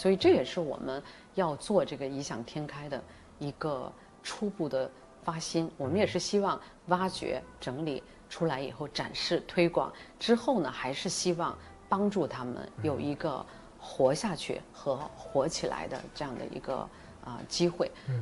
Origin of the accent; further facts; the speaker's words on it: Guangdong, China; 他们粤语肯定不比我们真正土生土长的这个传统的广东人士呢说得差啊